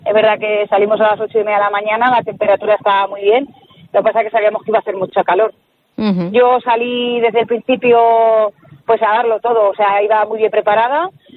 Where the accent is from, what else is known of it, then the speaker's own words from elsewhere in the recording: Almagro, Castilla-La Mancha, Spain; soy de Almagro, de Ciudad Real, de Castilla-La Mancha